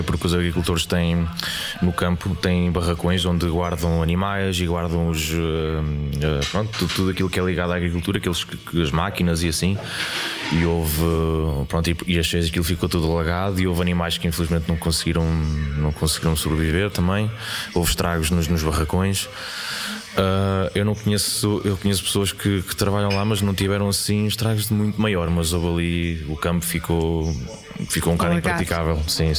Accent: Centro, Portugal; now in Coimbra, Portugal; É a minha terra, pronto. Eu estou cá, há de ser sempre a minha terra.

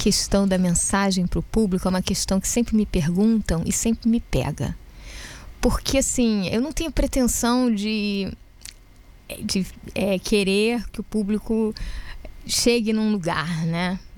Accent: Rio de Janeiro, Brazil; also born or lived in Germany; Eu cheguei aqui, parecia que eu estava na minha cidade, onde eu nasci, no Rio de Janeiro.

